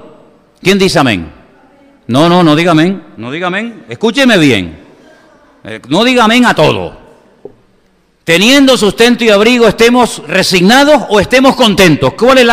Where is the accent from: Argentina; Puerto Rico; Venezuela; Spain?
Venezuela; moved away; Yo me crié en mi infancia en Venezuela y vivíamos de maravilla.